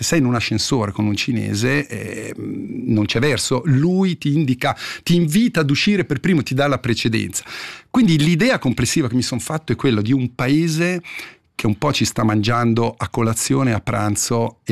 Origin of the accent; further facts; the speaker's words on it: Gandria, Ticino, Switzerland; Gandria, del mio paese